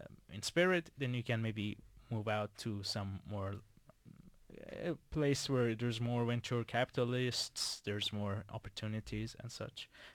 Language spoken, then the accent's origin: English; Iran; moved away; Like, I come from Iran, and it's not much more warmer, but it's a bit warmer than here.